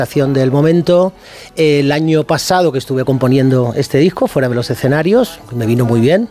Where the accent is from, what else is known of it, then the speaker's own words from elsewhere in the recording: Málaga, Andalusia, Spain; porque no lo puedo evitar, soy de Málaga y eso se nota, claro.